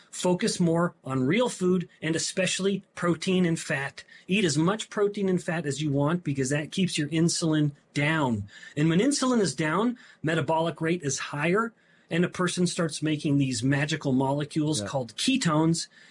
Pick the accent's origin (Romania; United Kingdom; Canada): Canada; I was amused, of course, as a Canadian boy to be invited to have such influence on U.S. politics and strategy.